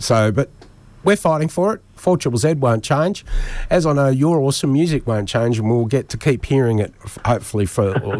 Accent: Sunshine Coast, Queensland, Australia; I grew up on the Sunshine Coast

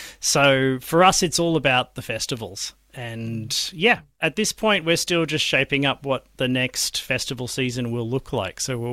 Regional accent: Sydney, New South Wales, Australia; I mean, I grew up in Sydney, so that was my experience.

